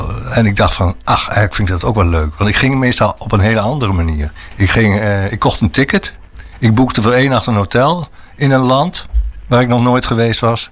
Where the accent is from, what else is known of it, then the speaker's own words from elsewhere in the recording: Arnhem, Gelderland, Netherlands; also born or lived in Kampen / Ermelo; Ik was net in een voorgesprekje al aan het vertellen waar ik vandaan kom, uit Arnhem.